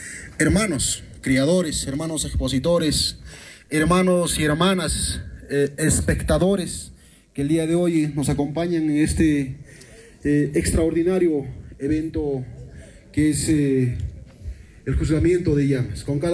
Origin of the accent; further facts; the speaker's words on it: Coporaque, Cusco, Peru; Yo vengo de Cusco, Espinar, Coporaque.